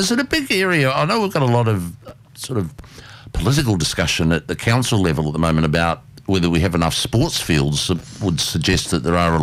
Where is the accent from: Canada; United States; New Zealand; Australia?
New Zealand; I'm sort of more of a rugby man growing up in New Zealand